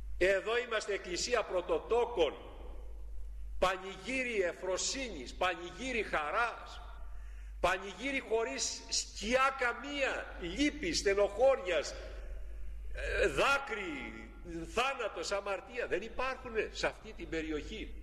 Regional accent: Western Greece, Greece; born there; moved away; Και εγώ από παιδί πήγαινα, γινότανε στο χωριό μου ένα ζωοπανήγυρι εκεί

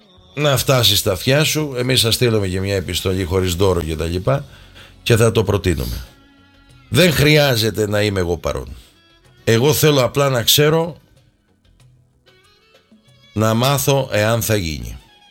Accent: Greece; εμείς είμαστε Έλληνες χριστιανοί.

